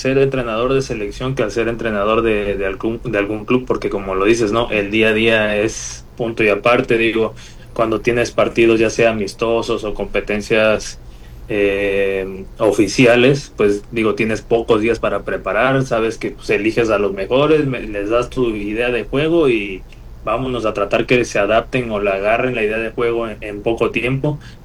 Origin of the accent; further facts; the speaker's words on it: Mexico; nosotros como mexicanos